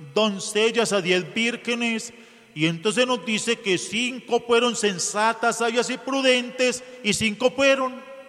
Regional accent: Antioquia, Colombia; como buenos antioqueños dejamos todo para última hora.

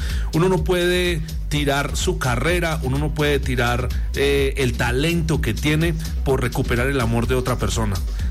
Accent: Colombia; porque somos colombianos

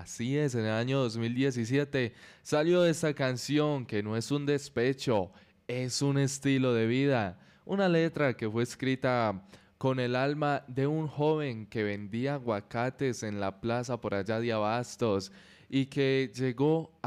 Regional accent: Manzanares, Caldas, Colombia; born there; Soy nacido en Manzanares.

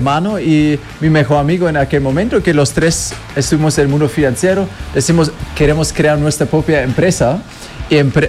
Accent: Germany; Spanish is a second language; now in Colombia; Yo soy alemán, pero estoy acá también.

